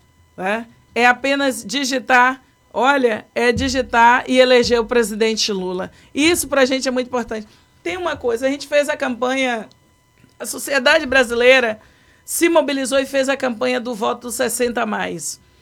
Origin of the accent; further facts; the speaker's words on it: Nazaré, Bahia, Brazil; Eu cresci em Nazaré das Farinhas, no Recôncavo Baiano. Eu vivi até... Eu fui para o trabalho com 9 anos de idade.